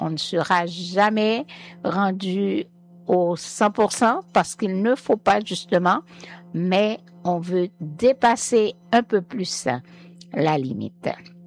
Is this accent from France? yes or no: no; Miragoâne, Nippes, Haiti; Miragouane, il y avait, partout ailleurs, aujourd'hui c'est dans le monde entier, mais je vous parle de ma ville natale.